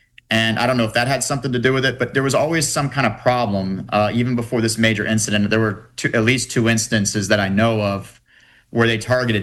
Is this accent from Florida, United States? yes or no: yes; Jacksonville, Florida, United States; Well, when I was a kid growing up, I grew up in Jacksonville.